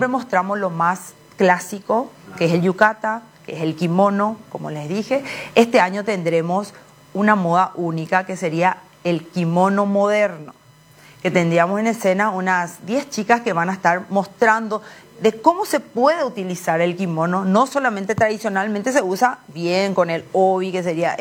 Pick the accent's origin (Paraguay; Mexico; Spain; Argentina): Paraguay; Yo ya soy paraguaya, pero sí de madre paraguaya y padre japonés.